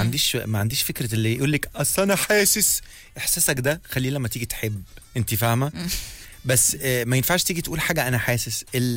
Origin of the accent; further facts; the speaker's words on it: Egypt; يمكن عندنا في مصر نزل بشكل مكثف, بس في أمريكا في كل السينمات هو ما عملش أي, ما نزلش كتير.